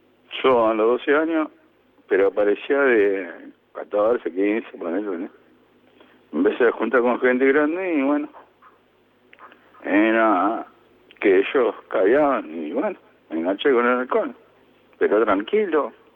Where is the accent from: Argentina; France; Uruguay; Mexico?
Argentina; Garín, Buenos Aires Province; Tengo 50 años acá en Garín, conozco muy bien a todas las personas de acá